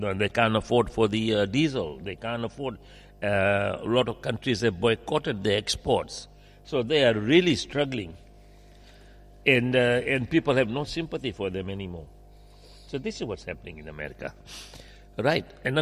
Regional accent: India; I'm an Indian.

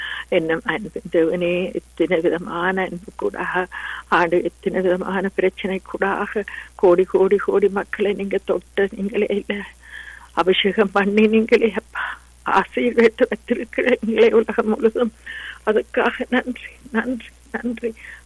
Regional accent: Sri Lanka; இலங்கை தேசத்தில் ஐயா உங்களோட அன்பை பரிமாறும் பிள்ளைகளுக்காக நாங்க பிறந்து வளர்ந்த தேசத்துக்காக

